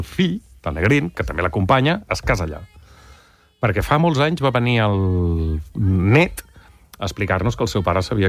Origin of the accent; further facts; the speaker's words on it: Barcelona, Catalonia, Spain; also born or lived in Figueres / Agullana; Jo sóc fill de Barcelona. Per raons accidentals, els meus pares venen a viure a Barcelona, però pujo a Figueres amb les festes senyalades, les vacances d'estiu, això sí.